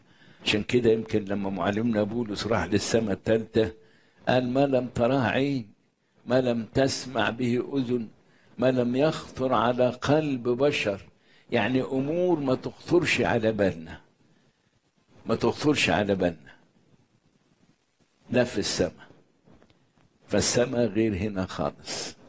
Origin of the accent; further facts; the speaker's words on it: Egypt; وخصوصا في بلدنا مصر ان يقولوا علينا نصارى نصارى